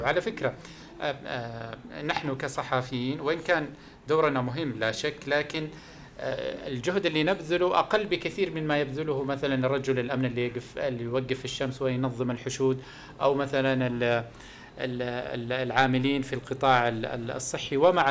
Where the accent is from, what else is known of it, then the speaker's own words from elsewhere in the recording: Saudi Arabia; نحن كسعوديين